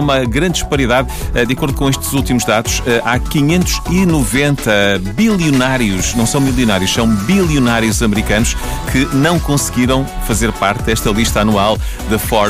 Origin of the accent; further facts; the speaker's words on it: Portugal; De acordo com a forma como nós, portugueses, contamos